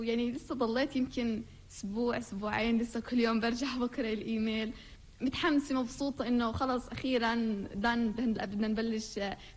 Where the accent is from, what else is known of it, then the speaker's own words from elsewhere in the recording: Jenin, West Bank, Palestine; أنا من جنين وعم أدرس في البوليتكنيك